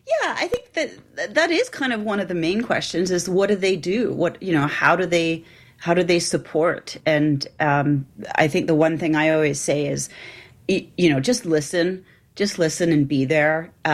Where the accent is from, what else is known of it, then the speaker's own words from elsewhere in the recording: Canada; I'm a Canadian filmmaker.